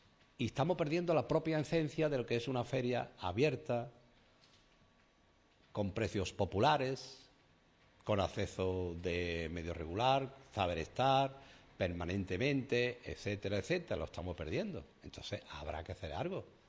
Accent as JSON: {"language": "Spanish", "town": "Sanlúcar de Barrameda", "region": "Andalusia", "country": "Spain"}